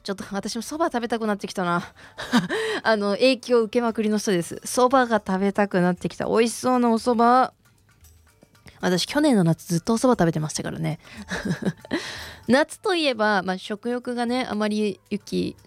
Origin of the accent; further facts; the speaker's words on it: Kansai, Japan; moved away; 私は関西で育ったので、関西で育って牛肉のカレー、牛肉の肉じゃがで育ったので、